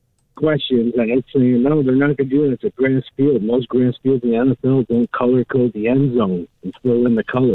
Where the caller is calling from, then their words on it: Los Angeles, California, United States; I'm calling from Los Angeles.